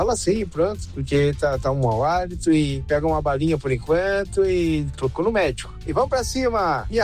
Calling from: Paranaguá, Paraná, Brazil

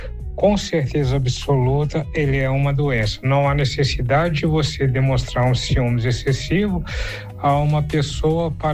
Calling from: São Mateus, Espírito Santo, Brazil; Sou do estado do Espírito Santo, né? Cidade de São Mateus, estou aqui em Guriri.

